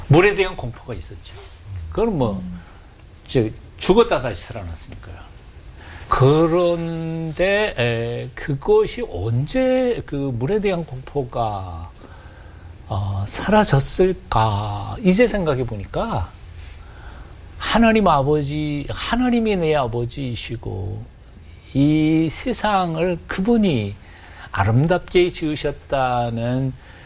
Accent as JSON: {"language": "Korean", "town": "Chuncheon", "region": "Gangwon", "country": "South Korea", "tie": "born or raised there", "said": "지금은 제 고향 춘천이 의암 때문에 막혀가지고 호수가 돼버렸죠."}